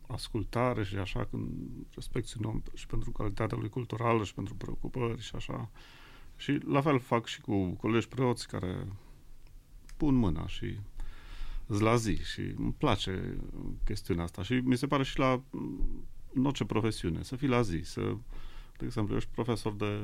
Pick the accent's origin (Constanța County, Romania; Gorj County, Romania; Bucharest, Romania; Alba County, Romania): Alba County, Romania; Lupșa; Eu, cum v-am spus, sunt din Lupșa.